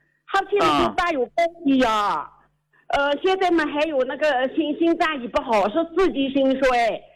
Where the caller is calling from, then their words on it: Kunming, Yunnan, China; 我是昆明的，是农民，77岁。